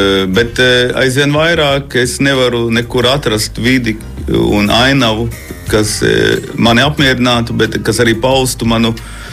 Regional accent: Latgale, Latvia; also born or lived in Riga; tā ir mana, kā es to saku, vēsturiskā dzimtene, kaut esmu dzimis Rīgā, un es, bet, nu, es ar to identificējos, jo esmu arī 100% latgalietis

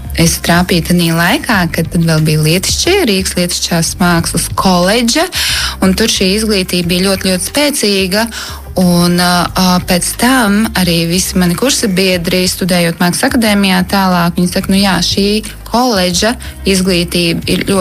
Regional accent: Talsi, Talsi Municipality, Latvia; no Talsiem, no Kurzemes.

